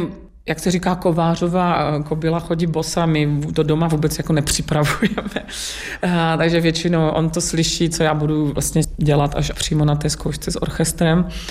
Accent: Brno, South Moravian Region, Czechia; která jsem vyrůstala v Brně a vlastně na Moravě ta lidová píseň byla ještě, myslím si, že víc třeba přítomná než v Praze nebo někde v Čechách

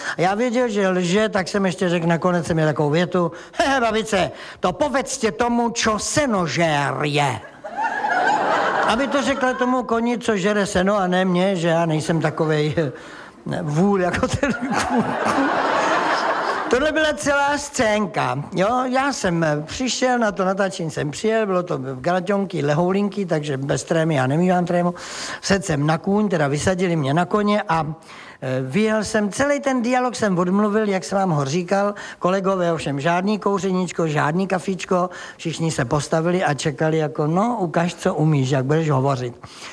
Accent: South Bohemian Region, Czechia

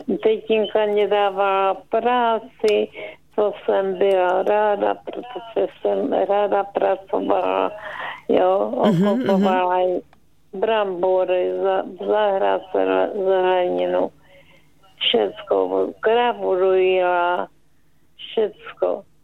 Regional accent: Velké Karlovice, Zlín Region, Czechia; born there; moved away; Já jsem jezdila na Valachy do Velkých Karlovic. Tam jsem se narodila, tak jsem tam jezdila na pouť.

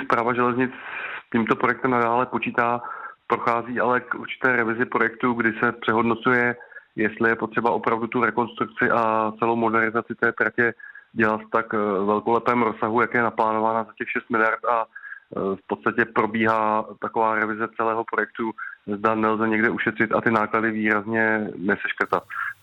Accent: Liberec, Liberec Region, Czechia; Já sám jsem z Liberce

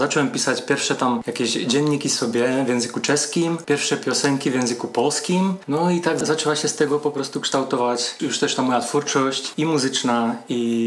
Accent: Třinec, Moravian-Silesian Region, Czechia; No tak, ja urodziłem się w Trzyńcu, mieszkałem w Trzyńcu i uczyłem się do szkoły podstawowej na tarasie

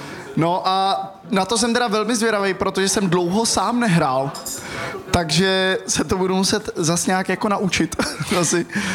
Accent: Hradec Králové, Hradec Králové Region, Czechia; že jsem Hradečák

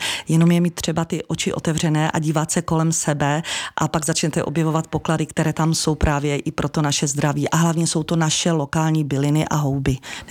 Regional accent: Silesia, Czechia; já pocházím ze Slezska a moje část rodiny z mamčiny strany vlastně je z Beskyd.

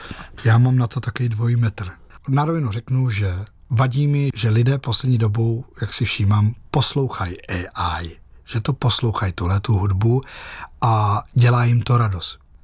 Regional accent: Plzeň Region, Czechia; s velkým svolením od rodiny Giňových z Rokycan, tím, že jsem vyrůstal na Rokycansku

